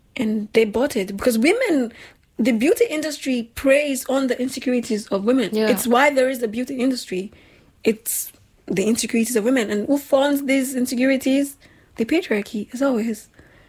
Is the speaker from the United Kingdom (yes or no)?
no; Nigeria; born or raised there; now in Europe